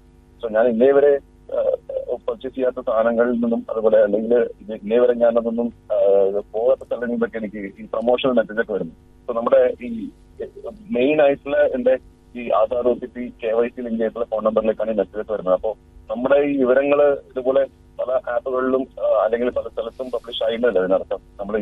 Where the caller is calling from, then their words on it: Kannur, Kerala, India; ഞാൻ കണ്ണൂരിൽ